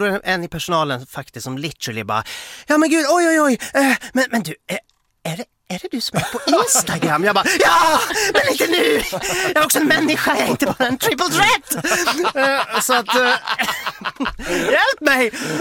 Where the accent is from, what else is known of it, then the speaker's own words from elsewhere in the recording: Stockholm, Stockholm County, Sweden; nej, jag är från Stockholm, jag är här på besök